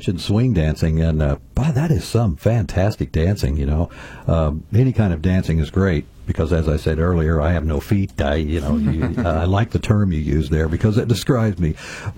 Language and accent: English; Farmington, Missouri, United States; I'm from Farmington. I'm still here.